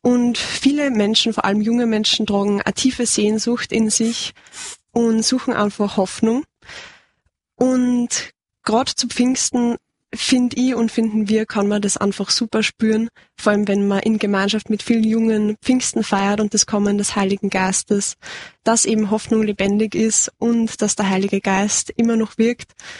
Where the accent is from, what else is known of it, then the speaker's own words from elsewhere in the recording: Lower Austria, Austria; moved away as an adult; now in Vienna, Austria; Wir sind beide aus der Nähe von Wieselburg.